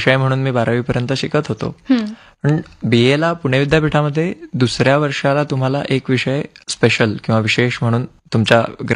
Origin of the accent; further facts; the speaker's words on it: Chhatrapati Sambhajinagar, Maharashtra, India; मी मूळ छत्रपती संभाजीनगर येथील राहणारा आहे.